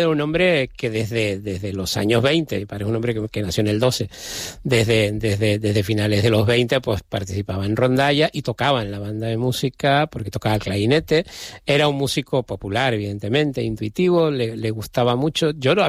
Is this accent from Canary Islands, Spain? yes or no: yes; Canary Islands, Spain